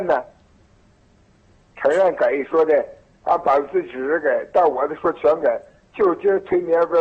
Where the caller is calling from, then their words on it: Yi County, Hebei, China; 我是易县九道岭观音堂村人。